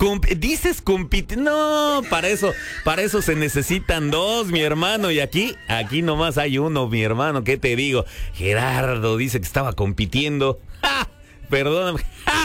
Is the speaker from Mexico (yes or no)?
yes; Mexico; somos muy mexicanos